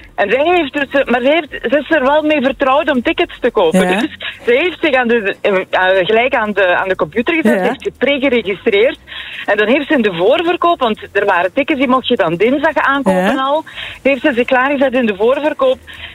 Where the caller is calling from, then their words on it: Flanders, Belgium; dus wij zijn Limburgers.